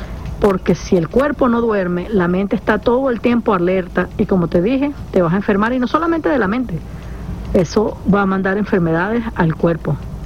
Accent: Venezuela; somos hermanos, somos venezolanos.

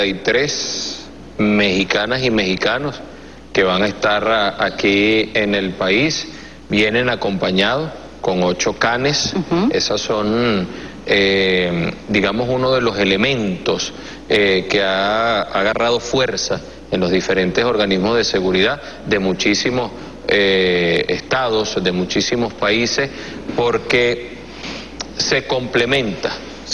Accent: Venezuela; nosotros como venezolanos

